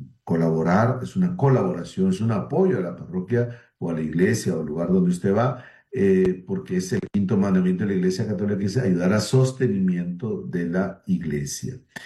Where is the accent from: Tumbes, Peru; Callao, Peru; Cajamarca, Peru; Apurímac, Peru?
Tumbes, Peru; now in Lima, Peru; Yo también soy del norte, soy de Tumbes, mi mamá está aquí con mi hermana en Tumbes